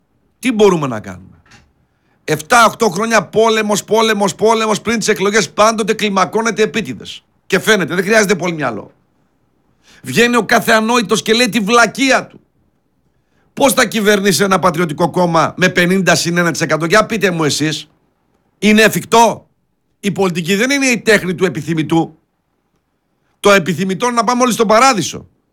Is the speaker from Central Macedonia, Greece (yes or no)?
yes; Kordelio, Central Macedonia, Greece; born or raised there; also born or lived in Neapoli